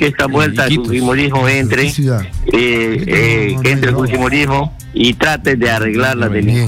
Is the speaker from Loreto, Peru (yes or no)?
yes; Iquitos, Loreto, Peru; also born or lived in Lima / Trujillo; now in Yurimaguas, Peru; Pues soy natural de Iquitos, pero he trabajado en Lima, Trujillo, y queriendo buscar dónde puedo vivir, en qué parte del Perú, y bueno, me quedé aquí en Yurimaguas porque vi una ciudad muy pequeña, pero de corazón grande